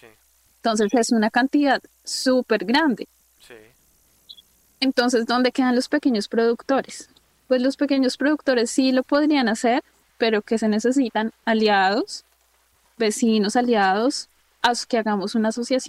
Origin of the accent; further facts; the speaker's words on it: Colombia; que como colombianos a veces nos cuesta mirar esta parte, ¿sí?